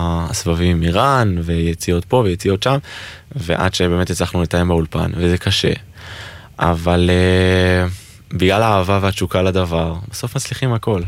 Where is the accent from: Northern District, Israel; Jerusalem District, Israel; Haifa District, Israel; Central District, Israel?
Northern District, Israel; בן 20, מקיבוץ בצפון, קיבוץ גבעת.